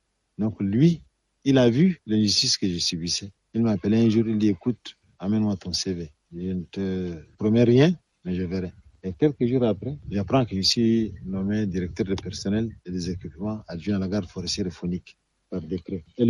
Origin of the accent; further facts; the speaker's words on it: Chad; Je leur ai dit que moi, je suis un sudiste du Tchad. Je suis le seul ici.